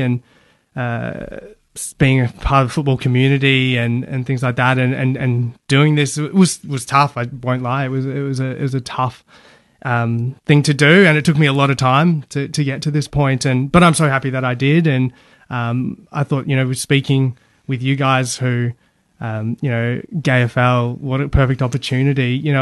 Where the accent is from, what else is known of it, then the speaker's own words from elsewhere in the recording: Queensland, Australia; also born or lived in Geelong, Victoria; I was born in Victoria, in Geelong, and moved to Queensland when I was a little kid, so 6 years old